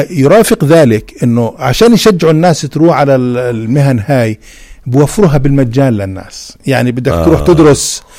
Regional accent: Jordan; احنا عندنا في الاردن

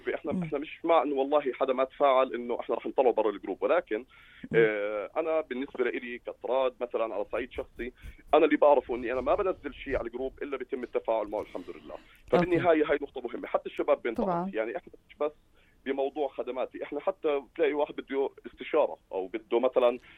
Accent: Aqaba, Aqaba Governorate, Jordan; now in Amman, Jordan; حتى عائلتي مقيمين بالعقبة بالمناسبة، وأنا ابن العقبة

